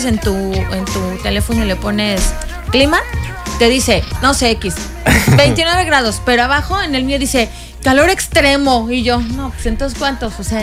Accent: Mexico City, Mexico; Yo calor, yo vengo de la Ciudad de México porque el frío, ese frío que cala los huesos

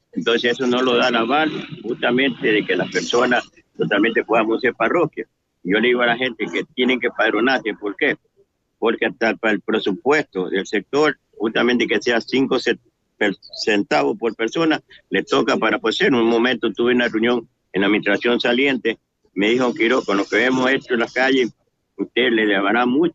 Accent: Ayacucho, Santa Ana, Manabí, Ecuador; born there; moved away as an adult; now in El Florón, Portoviejo, Ecuador; Mi sector es Ayacucho.

